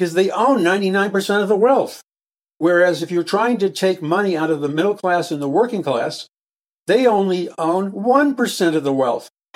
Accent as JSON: {"language": "English", "town": "New York City", "region": "New York", "country": "United States", "tie": "born or raised there", "said": "And maybe you've heard that expression wherever you grew up, but I heard it a lot growing up in New York City."}